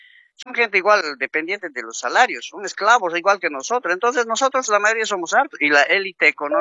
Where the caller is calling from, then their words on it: Cochabamba, Bolivia; desde Cochabamba.